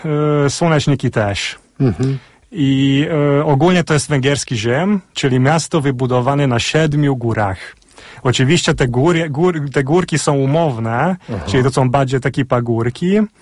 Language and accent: Polish; Kaposvár, Somogy, Hungary; also born or lived in Poland; Więc dorastałem się w rodzinie węgiersko-polskim i to powodowało, że dzieciństwo spędziłem na Węgrzech w Kaposvár, tam żyłem aż do matury.